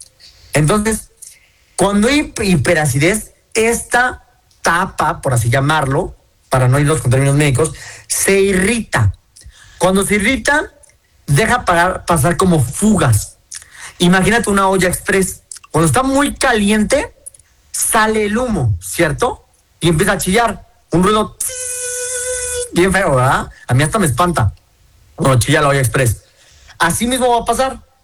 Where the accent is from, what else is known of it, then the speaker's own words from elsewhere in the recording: Mexico; Somos mexicanos